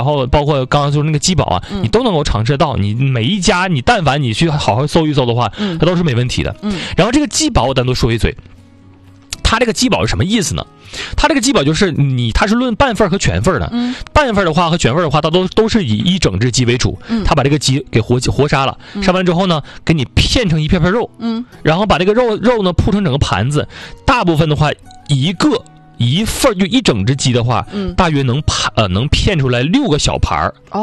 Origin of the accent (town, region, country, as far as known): Northeast China, China